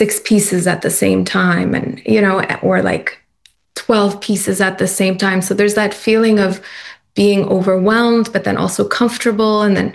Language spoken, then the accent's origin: English; Canada; Still very attached to Toronto and Canada. And I am Canadian, so yeah, I think I made the move during COVID.